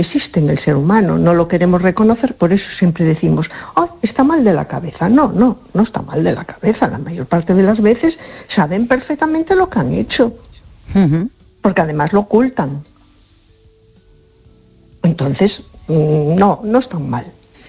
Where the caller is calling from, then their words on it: A Coruña, Galicia, Spain; de Coruña.